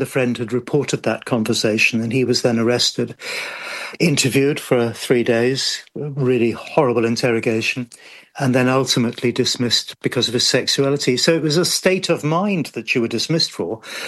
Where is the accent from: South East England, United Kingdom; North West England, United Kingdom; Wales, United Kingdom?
South East England, United Kingdom; born or raised there